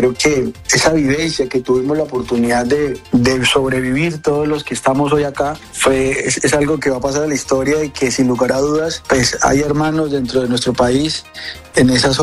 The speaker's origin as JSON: {"language": "Spanish", "region": "Huila", "country": "Colombia", "said": "los huilenses"}